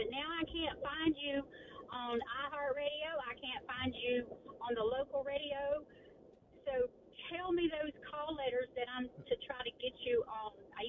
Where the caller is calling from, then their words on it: Houston, Texas, United States; I'm calling from Houston.